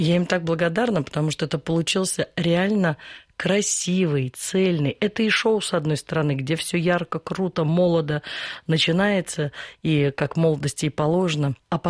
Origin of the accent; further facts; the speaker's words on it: Russia; born there; я родилась в России